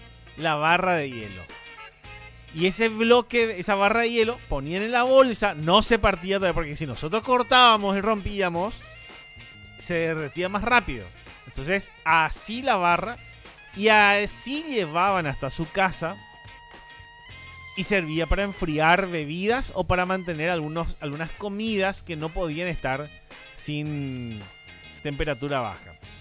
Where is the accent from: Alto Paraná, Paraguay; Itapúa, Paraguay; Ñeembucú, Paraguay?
Itapúa, Paraguay; Encarnación; born there; soy paraguayo, nacido en Encarnación, en un lejano 1988, en el barrio obrero, zona baja, Encarnacena. De ahí mi fanatismo a Cerro Porteño, porque he nacido en un barrio obrero también, pero en el sur del Paraguay.